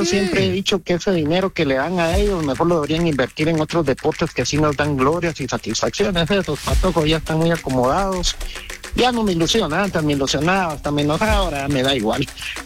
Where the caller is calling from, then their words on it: Chimaltenango, Guatemala; Desde la ciudad de Los Escudos